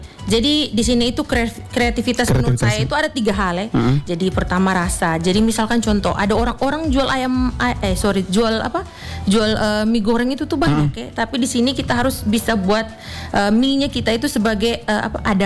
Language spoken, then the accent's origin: Indonesian; Flores, East Nusa Tenggara, Indonesia; kita orang Flores, orang Timur